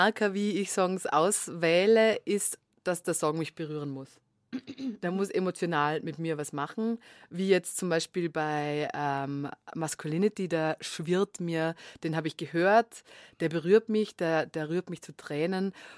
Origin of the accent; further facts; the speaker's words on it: Vorarlberg, Austria; Ich komme ja aus Vorarlberg und da macht man immer Wienwochen.